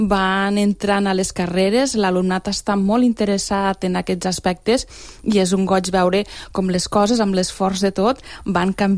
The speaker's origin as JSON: {"language": "Catalan", "town": "Lleida", "region": "Catalonia", "country": "Spain", "said": "Exacte, hola, bona, soc de Lleida, des de Lleida, des de la terra ferma."}